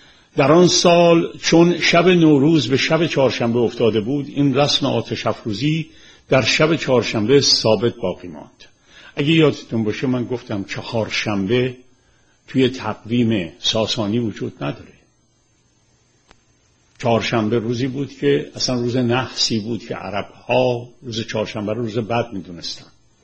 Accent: Tehran, Tehran Province, Iran; ما مال تهرون قدیمیم و همون 4 محله تهرون متولد اودلاجانم ولی در خیابون اسمال بزاز رشد کردم و بزرگ شدم

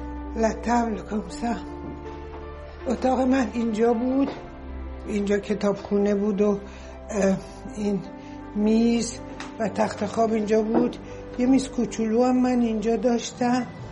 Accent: Iran; یه دفعه یه کسی پرسید شما از کجا هستین، من که گفتم ما ایرانی هستیم

